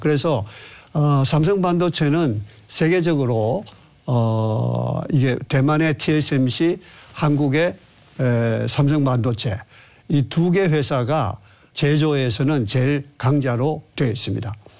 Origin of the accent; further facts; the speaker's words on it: Daegu, South Korea; 저는 그 고향이 대구입니다. 대구. 대구에서 고등학교까지 졸업하고 대학을 서울로 진학했습니다.